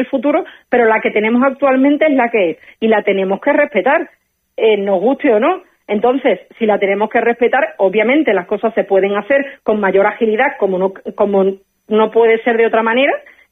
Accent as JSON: {"language": "Spanish", "region": "Ceuta", "country": "Spain", "tie": "born or raised there", "said": "yo me siento profundamente orgullosa de ser española y por suerte he nacido 20 kilómetros más para acá y soy de Ceuta."}